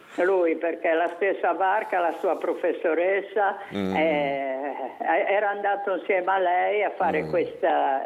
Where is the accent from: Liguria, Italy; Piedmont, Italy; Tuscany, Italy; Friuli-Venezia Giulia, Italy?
Liguria, Italy; Genoa; born there; io anche se sono nata qui a Genova, ma nei prati ci sono cresciuta.